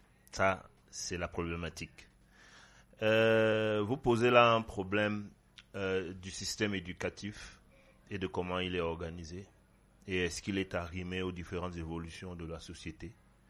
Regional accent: Yaoundé, Centre, Cameroon; moi j'ai grandi à Yaoundé, toute ma vie où je suis né.

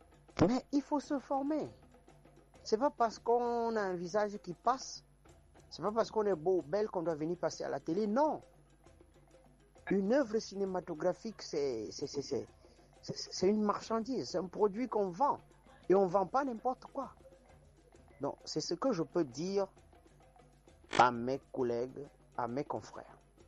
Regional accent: Cameroon

